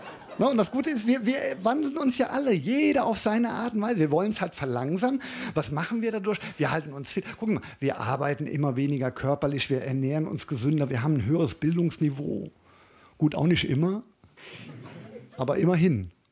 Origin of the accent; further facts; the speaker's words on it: Germany; als Deutscher